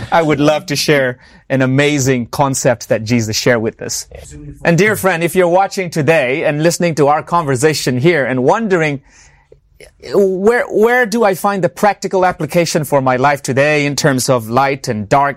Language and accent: English; Myanmar; moved away; I remember growing up in my home country, Myanmar, we didn't have electricity 24/7.